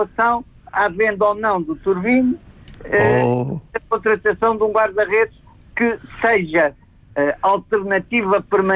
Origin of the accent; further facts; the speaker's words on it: Viseu, Centro, Portugal; eu sou de Viseu, a minha família esteve ligada ao futebol de Viseu